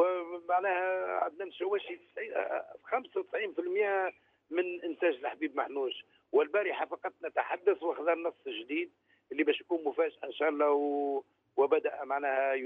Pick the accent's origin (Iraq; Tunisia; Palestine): Tunisia; southern Tunisia; accent: southern Tunisian dialect; لهجتنا متاع الجنوب